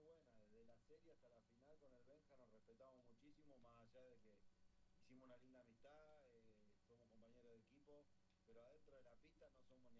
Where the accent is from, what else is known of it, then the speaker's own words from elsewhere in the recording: Buenos Aires, Argentina; moved away; yo soy de Buenos Aires